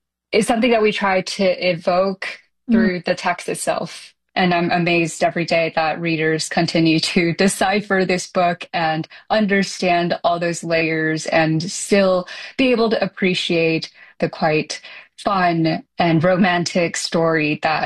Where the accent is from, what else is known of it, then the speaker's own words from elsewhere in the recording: Taiwan; Luckily for me, I grew up in Taiwan and I know sort